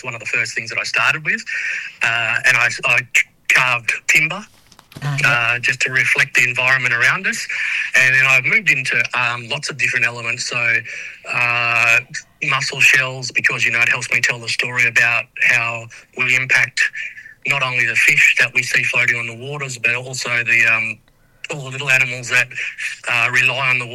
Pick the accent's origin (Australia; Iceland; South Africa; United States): Australia; Menindee, New South Wales; now in Broken Hill, Australia; I'm actually from Menindee, but I like New South Wales, but I live in Broken Hill.